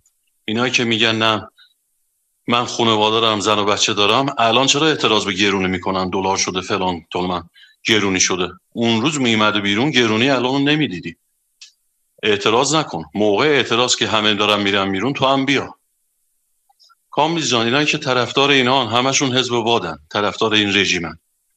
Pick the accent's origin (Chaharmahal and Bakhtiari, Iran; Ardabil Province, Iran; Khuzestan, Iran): Ardabil Province, Iran; Ardabil; من از اردبیلم، روز 18 اونجا داشتن جوانا رو میزدن